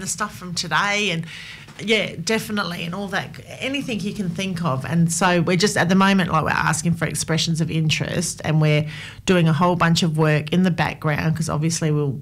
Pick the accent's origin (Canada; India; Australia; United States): Australia; Gawler, South Australia; I mean, I come from Gawler. This is not a great example, but I come from Gawler, where apparently chicken salt was invented.